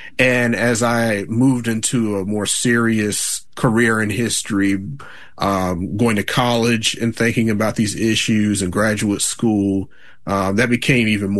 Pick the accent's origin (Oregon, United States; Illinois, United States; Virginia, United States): Virginia, United States; And you know, I grew up in Virginia as well, and so Civil War memory to some extent is all over the place in Virginia.